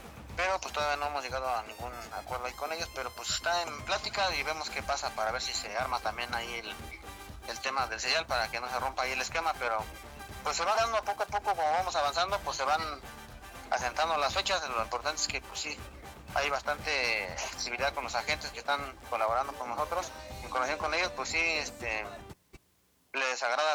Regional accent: Tlaxiaco, Oaxaca, Mexico; born there; nacimos o crecimos en Tlaxiaco

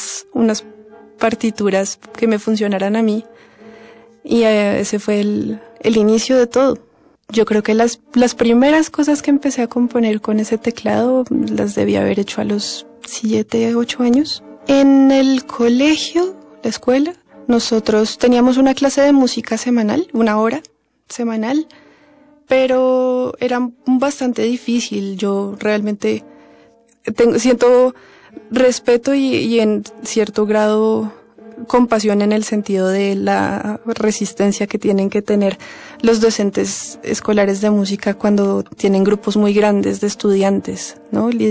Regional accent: Bogotá, Colombia; born there; Yo nací en Bogotá, que es la capital de Colombia, en una familia con un padre melómano

